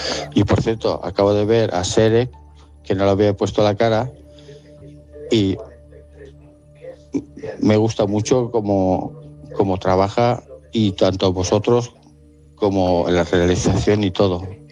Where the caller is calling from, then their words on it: Castellón, Valencian Community, Spain; Hola, buenas noches. … de Castellón.